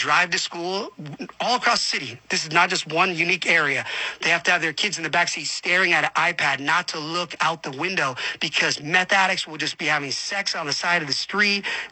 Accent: Los Angeles, California, United States; I grew up in Palisades. I went to Crossroads High School.

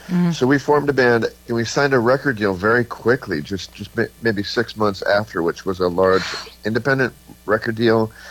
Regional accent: Buffalo, New York, United States; now in Boston, United States; So I moved to Boston from Buffalo, New York. And so I lived in Boston for a couple of years.

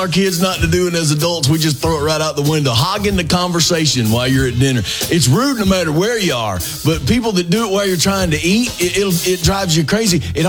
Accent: the South, United States; We're from the South.

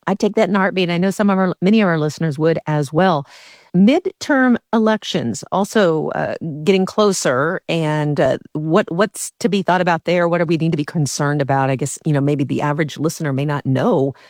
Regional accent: Kansas, United States; My family, we're from Kansas, so big Chiefs fans still to this day.

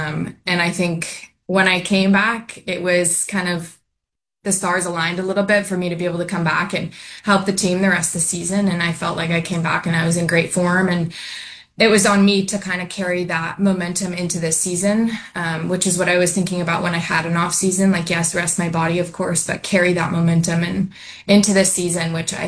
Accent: San Diego, California, United States; moved away as an adult

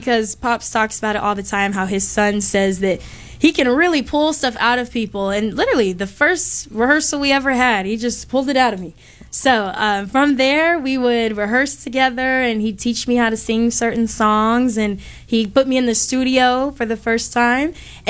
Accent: Santa Clarita, California, United States; So I'm actually from Santa Clarita. This is the burbs. These are the burbs.

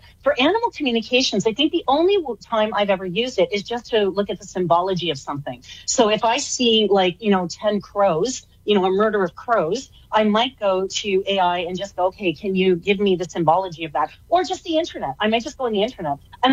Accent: Canada; I'm Canadian, I'll still say that. Yeah, God bless America. God bless Canada.

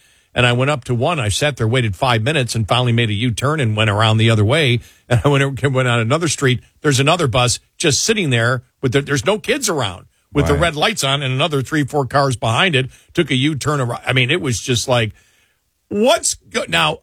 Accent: New York, United States; moved away; I come from New York, Western New York. And in Western New York, school begins after Labor Day.

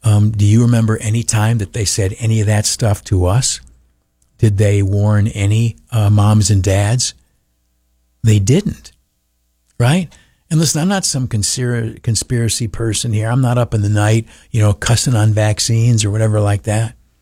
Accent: United States; I'm an American

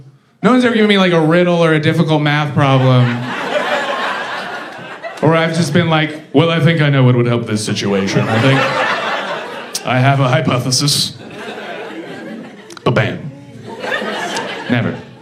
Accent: San Francisco, California, United States; I'm from San Francisco, and I think what I've learned recently, being from San Francisco has made me very aware.

